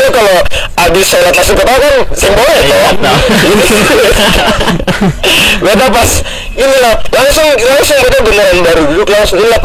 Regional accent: Buton, Southeast Sulawesi, Indonesia; misalnya kayak beta tuh dari Buton gitu-gitu kan.

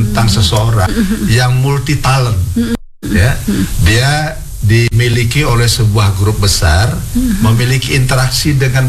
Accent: Medan, North Sumatra, Indonesia; moved away; also born or lived in Padang, West Sumatra; Jadi saya ini kan lahir besar di Medan.

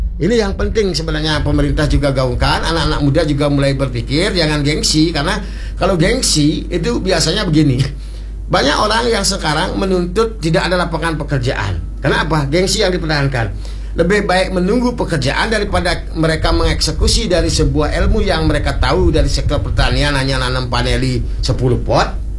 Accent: Bali, Indonesia; di tempat desa saya di Ambengan

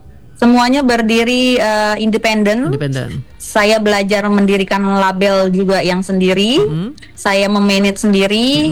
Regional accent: Medan, North Sumatra, Indonesia; born there; Saya lahir di Medan, ibu saya asli Aceh, keluarga besar saya semuanya di Aceh.

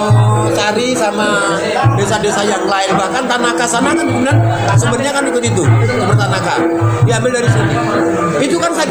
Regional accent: Polowijen, East Java, Indonesia; saya ini sebenarnya bukan siapa-siapa, tapi karena kamu saya ini dari Polowijen, ya. Empu Topeng Malang itu dari Polowijen.

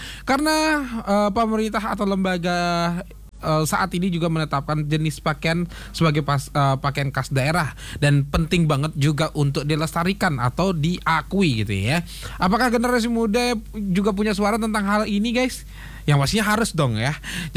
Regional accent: Bali, Indonesia; sebagai warga Bali

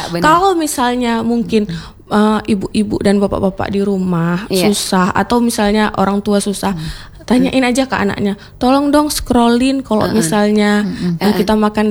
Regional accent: Aceh, Indonesia; kalau kita orang Aceh

